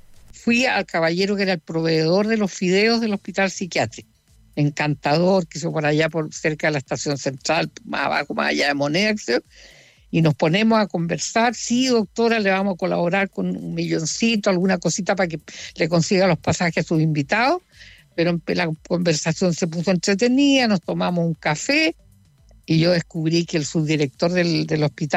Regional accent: Puerto Montt, Los Lagos, Chile; Ah, ese es de mi tierra. De los Maldonados son de Puerto Montt.

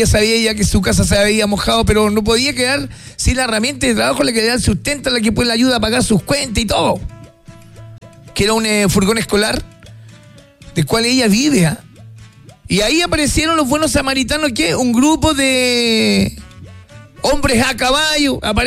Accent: Chile; solidarios como somos los chilenos

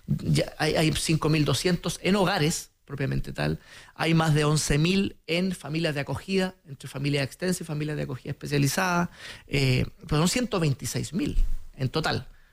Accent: Chile; nuestra identidad como chilenos

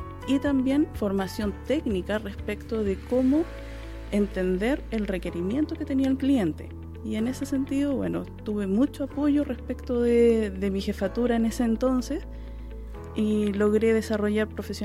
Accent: Santiago, Santiago Metropolitan Region, Chile; now in Viña del Mar, Chile; Yo, oriunda de Santiago, me vine a vivir a Viña del Mar por calidad de vida.

